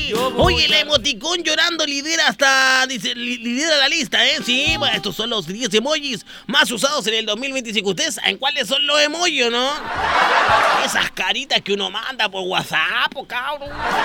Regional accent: Mexico; La verdad que soy mexicano, se me olvida de repente.

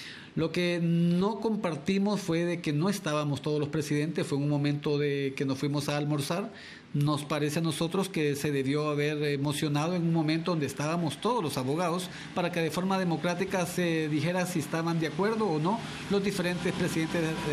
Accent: Honduras; nosotros como hondureños

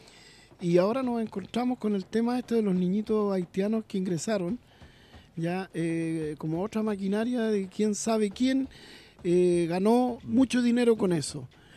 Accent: Santiago, Santiago Metropolitan Region, Chile; moved away as an adult; yo soy santiaguino, llegué hace 26 años aquí

